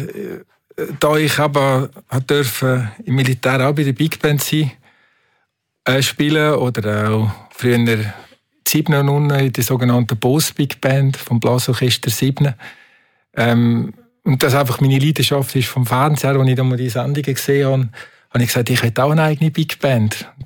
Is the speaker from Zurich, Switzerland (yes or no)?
no; Einsiedeln, Schwyz, Switzerland; Und dann habe ich mit 9 Jahren angefangen, Trompete zu lernen. Ich war an der Musikschule bei uns in Einsiedeln.